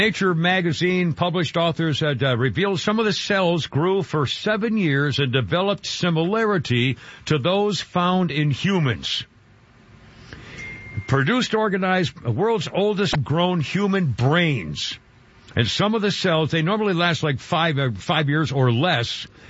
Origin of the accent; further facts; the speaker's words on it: New England, United States; born there; moved away; I was born in New England